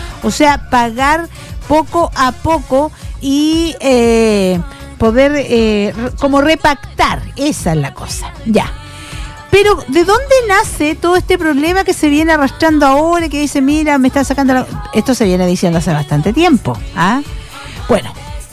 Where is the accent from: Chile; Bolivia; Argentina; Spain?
Chile